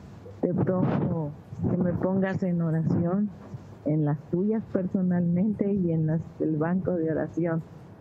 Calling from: Mexico City, Mexico; de la Ciudad de México.

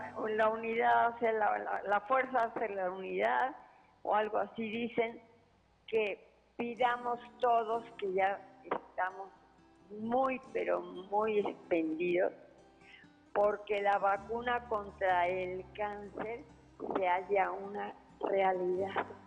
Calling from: San Luis Potosí, Mexico; en San Luis Potosí

